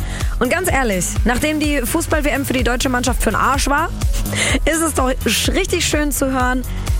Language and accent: German; Portugal; Dann habe ich als Portugiesin auch was davon.